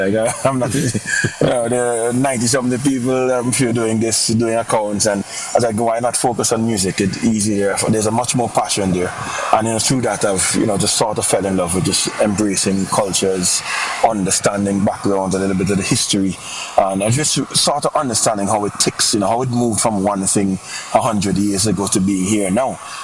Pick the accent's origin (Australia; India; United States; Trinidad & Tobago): Trinidad & Tobago; because I'm from the Villa Point community.